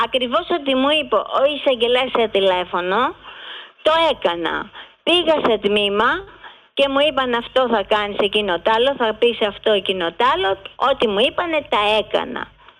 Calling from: Greece; Εντάξει, είμαι Ελληνίδα, είμαι στην πατρίδα μου

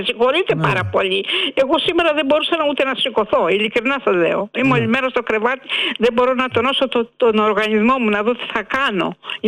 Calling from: Athens, Attica, Greece; είμαι από Αμπελοκήπους.

